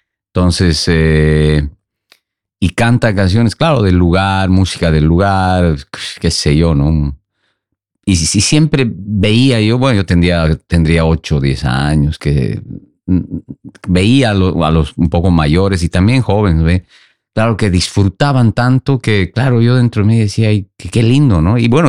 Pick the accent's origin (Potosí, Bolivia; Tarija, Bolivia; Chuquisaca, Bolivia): Chuquisaca, Bolivia; Sucre; also born or lived in Camargo; Bueno, yo soy de Sucre, es una ciudad al centro de Bolivia, ¿no? Pero también me he criado en la infancia mucho un poco más al sur, en un pueblo donde es mi madre, que se llama Camargo